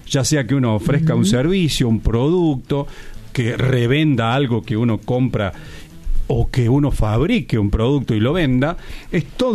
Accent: Córdoba, Argentina; Yo soy de Pueblo Colón, señora, allá en la parte sur de Córdoba. En lo que viene a ser la famosa seccional 12, ahí éramos todos peronistas

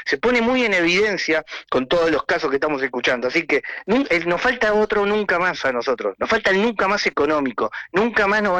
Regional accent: Argentina

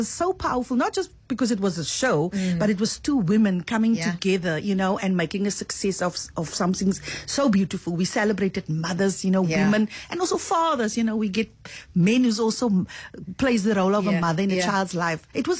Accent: Western Cape, South Africa; I'm from the Overberg

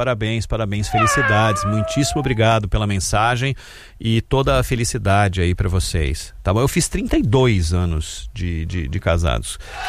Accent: São Paulo, Brazil; born there; moved away; eu nasci na Pompeia, né? Nasci no bairro da Pompeia e depois fui embora da Pompeia e passei a vida inteira longe da Pompeia. Mas voltei há 4 anos para Pompeia. Nasci no Hospital São Camilo

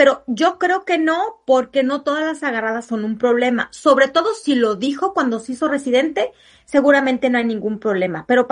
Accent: Mexico; Como buena mamá mexicana

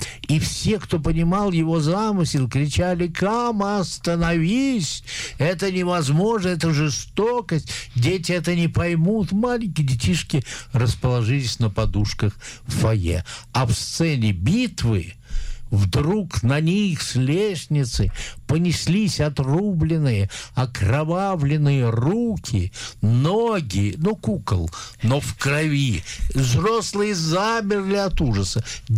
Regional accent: Moscow, Russia; Я внутренне спорил, как москвич

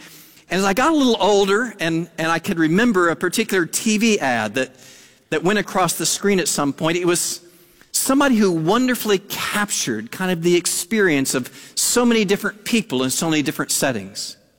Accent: the South, United States; I was raised in the South.

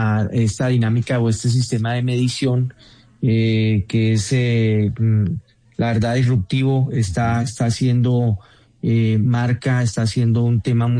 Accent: Colombia; now in Mexico City, Mexico; Para mí como colombiano y un colombiano que lleva un buen rato fuera del país, es un placer enorme poder hablar contigo y hablarle a nuestros paisanos, a los colombianos.

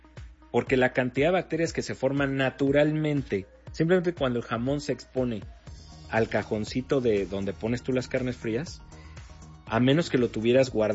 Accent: northern Mexico, Mexico; somos norteños.

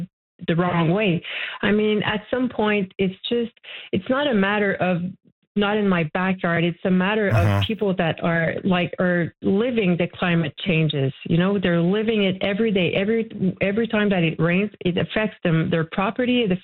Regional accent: Mont-Tremblant, Quebec, Canada; I've been born and raised in Mont Tremblant, and I feel so blessed to be born and raised there.

